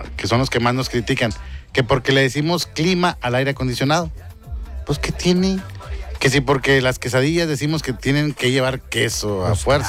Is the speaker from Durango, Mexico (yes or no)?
no; Monterrey, Nuevo León, Mexico; Nosotros somos norestenses. Uh-huh. Somos del noreste del país.